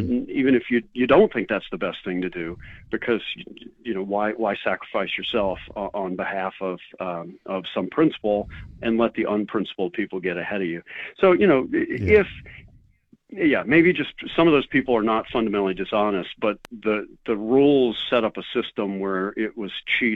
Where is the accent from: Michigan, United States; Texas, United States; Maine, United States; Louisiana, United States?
Louisiana, United States; New Orleans; I'm from New Orleans.